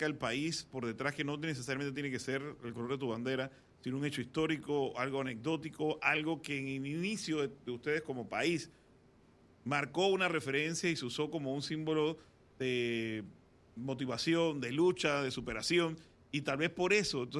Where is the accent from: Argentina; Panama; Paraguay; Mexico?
Panama; lo que nosotros como panameños podemos sentir identificados.